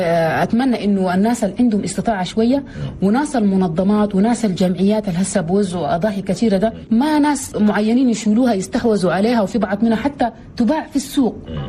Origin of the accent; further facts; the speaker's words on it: Chad; عندنا الكرم، ما ممكن تضبح إنت وجارك ما ضابح تخلي، وده شيء جانب جميل جدا ومن ميزاتنا نحن كتشاديين